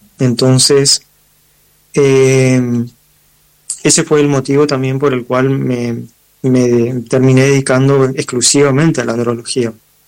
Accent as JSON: {"language": "Spanish", "region": "Chaco", "country": "Argentina", "also_born_or_lived": "Corrientes", "moved": "yes", "lives_now": "Buenos Aires, Argentina", "said": "si bien yo vivo en Buenos Aires, yo soy chaqueño y me recibí de médico en Corrientes, yo atiendo la zona del litoral, yo voy una vez al mes a Chaco"}